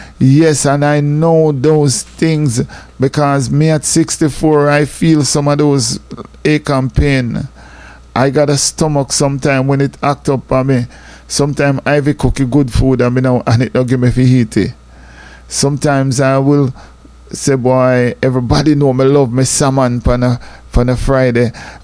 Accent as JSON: {"language": "English", "country": "Jamaica", "moved": "yes", "lives_now": "United States", "said": "every one of us as Jamaican that work in America"}